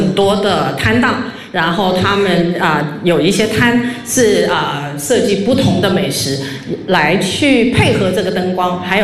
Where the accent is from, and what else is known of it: China